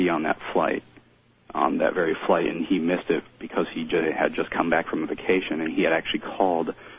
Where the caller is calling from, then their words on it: Iowa, United States; calling from Iowa.